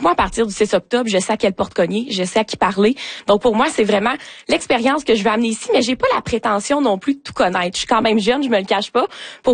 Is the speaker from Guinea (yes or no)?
no; Rouyn-Noranda, Quebec, Canada; je suis née ici, j'ai grandi à Rouyn-Noranda, puis je suis de retour en région. J'ai quitté, là, après mes études secondaires pour Québec